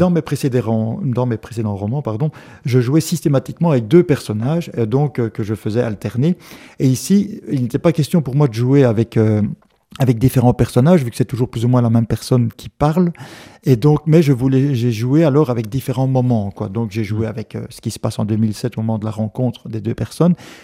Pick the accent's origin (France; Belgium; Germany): Belgium; Namur, Wallonia; je suis natif de Namur, et donc à partir de ce moment-là, je voulais rendre hommage quelque part à ma ville natale, parce que je trouve que c'est une ville où on se sent très bien, même si j'habite à 20 km maintenant, j'y suis très souvent.